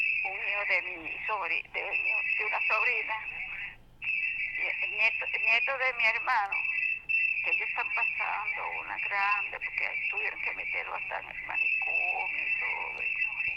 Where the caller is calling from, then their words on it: Fajardo, Puerto Rico; De Fajardo.